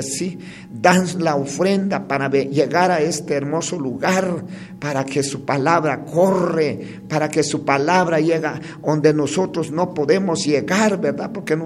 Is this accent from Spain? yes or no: no; Guatemala; nosotros como guatemaltecos, como chapines.